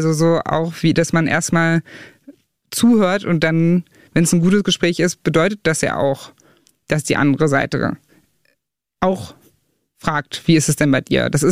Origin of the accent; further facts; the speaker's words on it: Saxony-Anhalt, Germany; dass da in Teilen Ostdeutschlands und Sachsen-Anhalt und der Altmark, wo ich herkomme, dass da so eine Parallelöffentlichkeit und Parallelwelt so ein bisschen entsteht